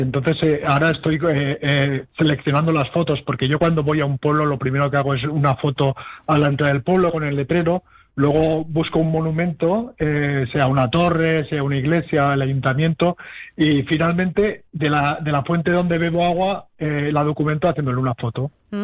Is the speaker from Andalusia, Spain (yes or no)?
no; Casas Bajas, Valencian Community, Spain; Y acabé en mi pueblo, en Casas Bajas, claro, en el Rincón.